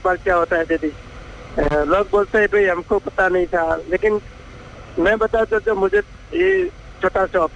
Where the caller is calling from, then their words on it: Mehsana, Gujarat, India